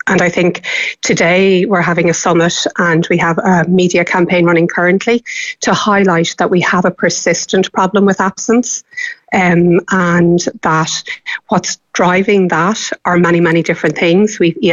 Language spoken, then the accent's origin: English; Ireland; I think as Irish people, we really value education.